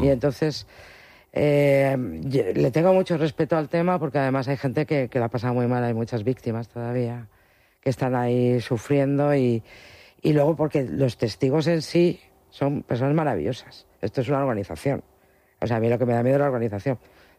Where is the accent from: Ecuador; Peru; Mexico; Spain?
Spain; está en nuestra forma de ser como españoles.